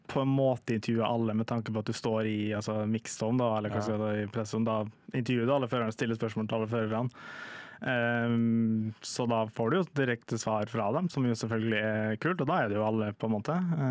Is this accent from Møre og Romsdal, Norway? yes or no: yes; Molde, Møre og Romsdal, Norway; jeg er fra Molde